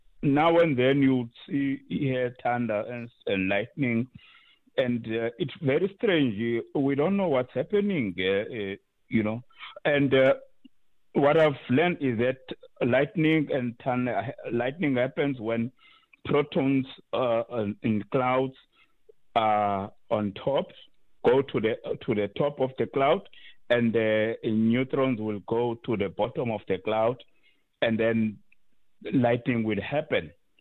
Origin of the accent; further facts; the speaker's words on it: Cape Town, Western Cape, South Africa; We grew up here in the Western Cape not knowing anything about lightning and thunderstorms.